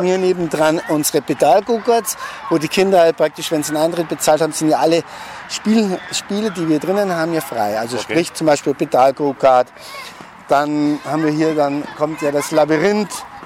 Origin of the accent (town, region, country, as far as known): Germany; moved away as an adult; now in Hungary